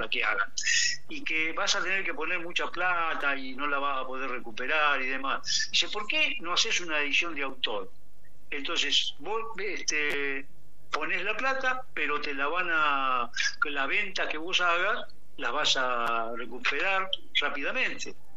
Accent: Punta Lara, Buenos Aires Province, Argentina; yo soy de Punta Lara

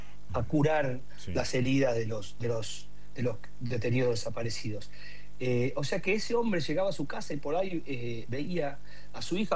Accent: La Plata, Buenos Aires Province, Argentina; Primero porque yo soy platense, segundo porque vengo de una familia muy politizada

